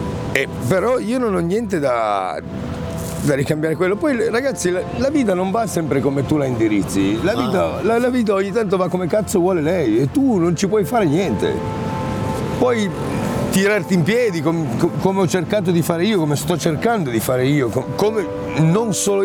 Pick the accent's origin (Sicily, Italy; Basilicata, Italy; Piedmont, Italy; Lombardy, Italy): Piedmont, Italy; Turin; now in Genoa, Italy; Ma la mia infanzia a Torino è andata benissimo, guarda, io sono andato a scuola a San Giuseppe a Torino